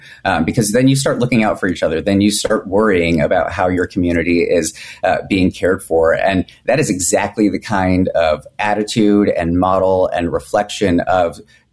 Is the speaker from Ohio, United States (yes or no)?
no; California, United States; Growing up in California, too, I was there